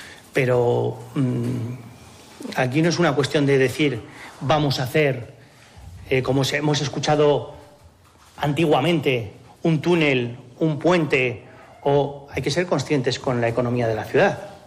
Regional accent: Segovia, Castile and León, Spain; todos los segovianos tenemos derecho a acceder al casco histórico.

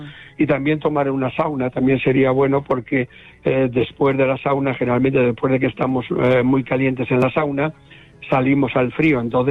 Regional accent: Galicia, Spain; Como buen gallego voy allí.

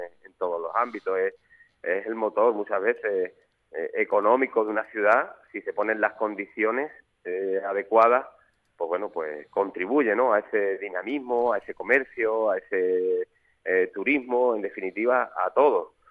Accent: Conil de la Frontera, Andalusia, Spain; Yo lo digo como conileño, ¿no? Porque yo lo que quiero es lo mejor para mi pueblo.

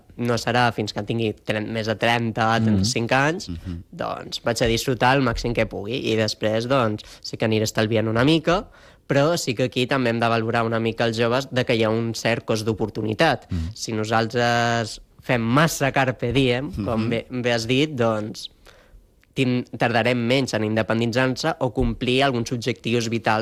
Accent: Catalonia, Spain; aquí els que som de Barcelona o al voltants

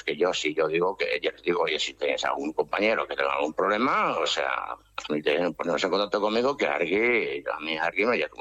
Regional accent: Oiartzun, Basque Country, Spain

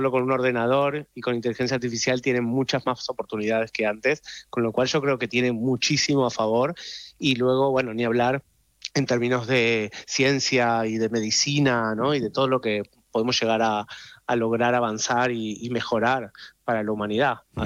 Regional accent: Argentina; accent: Argentine; todas las pequeñas partes de la serie las he tenido que hacer con mi acento argentino

